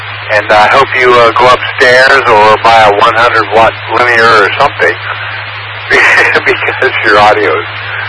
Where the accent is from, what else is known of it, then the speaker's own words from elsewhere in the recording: Covington, Kentucky, United States; now in San Francisco, United States; I grew up in Covington, Kentucky, near Covington, Kentucky